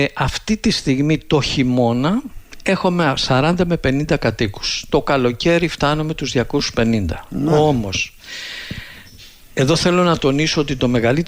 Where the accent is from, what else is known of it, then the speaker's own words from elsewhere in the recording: Mathraki, Ionian Islands, Greece; Όταν βγήκα όμως έξω και είδα τον κόσμο, τότε κατάλαβα τι σημαίνει Μαθράκη για μένα.